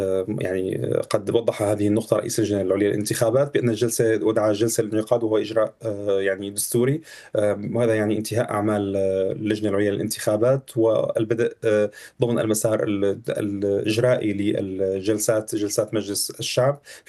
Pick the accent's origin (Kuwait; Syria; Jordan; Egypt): Syria; البرلمان العتيد الذي انتظرناه طويلا يعني كسوريين